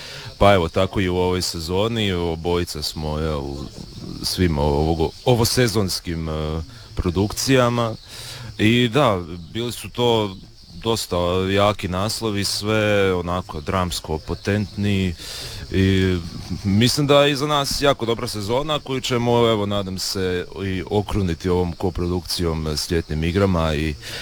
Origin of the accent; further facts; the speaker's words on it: Slavonia, Croatia; mi vam Slavonci nemamo to bacim se u more.